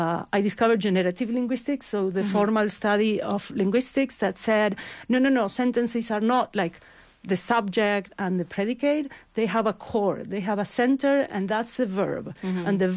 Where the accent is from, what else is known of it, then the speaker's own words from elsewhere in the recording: Buenos Aires, Argentina; moved away as an adult; also born or lived in United States; now in Toronto, Canada; So I'm from Buenos Aires, Argentina, and I studied there and undergraduate. And then I did some master studies in Patagonia in the south of Argentina in a university there.